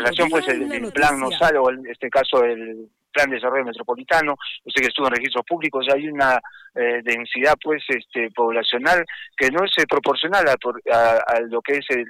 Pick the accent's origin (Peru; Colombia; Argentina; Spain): Peru; Como todo peruano, queremos lo mejor para el país, ¿no?